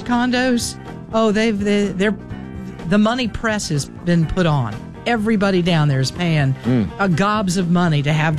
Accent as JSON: {"language": "English", "region": "Florida", "country": "United States", "tie": "born or raised there", "said": "growing up in South Florida"}